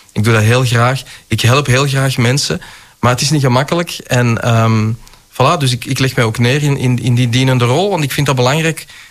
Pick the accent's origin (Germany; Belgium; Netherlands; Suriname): Belgium; Zaventem, Flanders; Ik kom uit Nossegem, dat is een deelgemeente van Zaventem. Ik zat midden tussen de velden en de weiden.